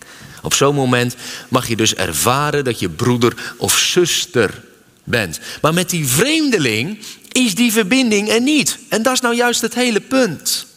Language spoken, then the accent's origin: Dutch; Netherlands; Wij zijn geneigd, zeker als Nederlanders, om alleen mensen toe te laten in onze kring die we vertrouwen.